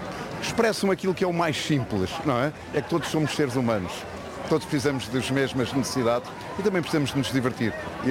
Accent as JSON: {"language": "Portuguese", "country": "Portugal", "said": "no essencial somos portugueses"}